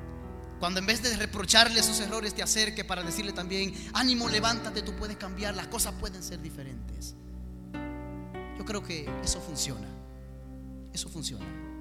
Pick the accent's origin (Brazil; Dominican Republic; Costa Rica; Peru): Dominican Republic; vengo de República Dominicana.